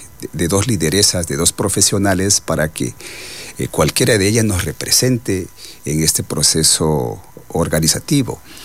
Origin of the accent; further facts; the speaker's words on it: northern Amazon, Ecuador; nosotros como Sucumbíos y Orellanas somos nacionalidades del norte